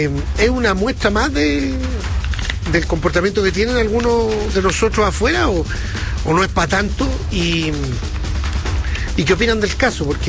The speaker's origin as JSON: {"language": "Spanish", "country": "Chile", "said": "pero somos racistas los chilenos, ¿no?"}